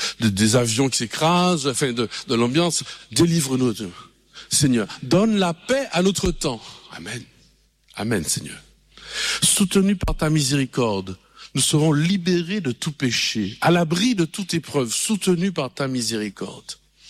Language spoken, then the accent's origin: French; Martinique, France